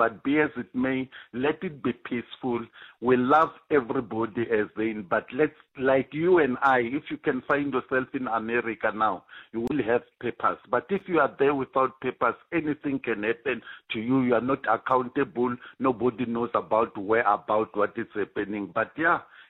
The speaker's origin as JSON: {"language": "English", "region": "Mpumalanga", "country": "South Africa", "said": "I come from Mpumalanga as well, Zane."}